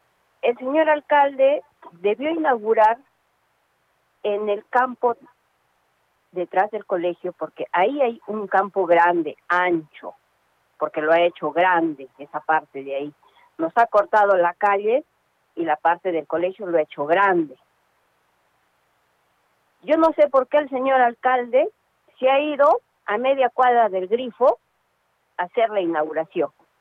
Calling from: Hunter, Arequipa, Peru; los que somos de la Mariscal Nieto que va al colegio Mariano Melgar.

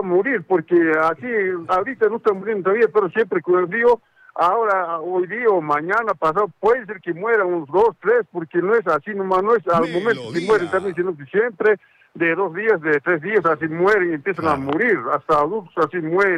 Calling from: Ayacucho, Peru; soy de Ayacucho.

